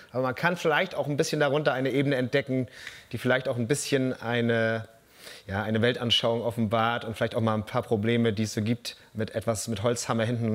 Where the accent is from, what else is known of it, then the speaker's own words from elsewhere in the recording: Mecklenburg-Vorpommern, Germany; unter den Norddeutschen sind wir Mecklenburger schon noch mal die Ultras.